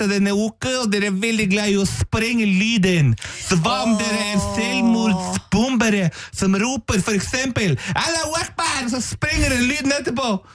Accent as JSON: {"language": "Norwegian", "town": "Gjøvik", "region": "Innlandet", "country": "Norway", "said": "Jeg kommer fra Gjøvik."}